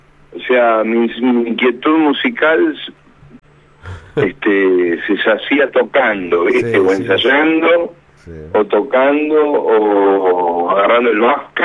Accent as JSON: {"language": "Spanish", "town": "El Palomar", "region": "Buenos Aires Province", "country": "Argentina", "tie": "born or raised there", "said": "yo soy oriundo de Palomar, que es un barrio, ciudad, barra barrio del oeste, digamos, Buenos Aires."}